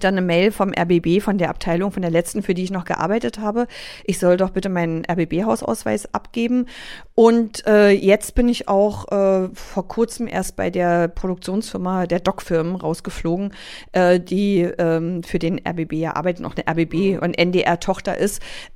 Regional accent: Berlin, Germany; born or raised there

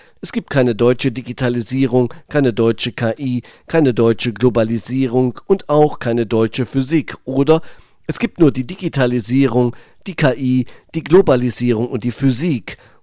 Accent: West Germany, Germany; born there; für die ich mich als gebürtiger Wessi in Grund und Boden hätte fremdschämen mögen.

